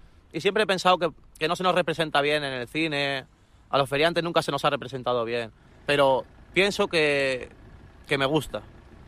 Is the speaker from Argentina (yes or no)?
no; Catalonia, Spain; Mira, yo soy gitano, español y catalán.